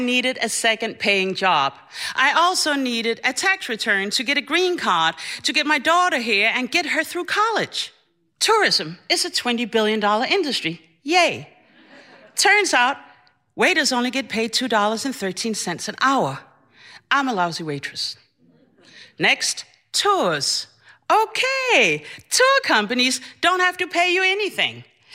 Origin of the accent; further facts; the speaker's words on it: Copenhagen, Capital Region of Denmark, Denmark; I'm Afropean, born and raised in Copenhagen, Denmark.